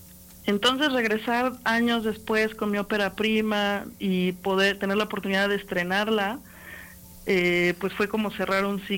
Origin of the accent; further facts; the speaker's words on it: Mexico; Cómo somos los mexicanos, cómo nos ven a los mexicanos fuera de nuestro país.